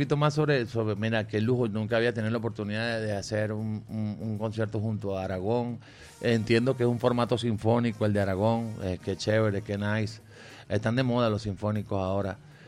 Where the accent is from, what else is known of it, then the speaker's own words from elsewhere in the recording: Venezuela; nosotros como venezolanos.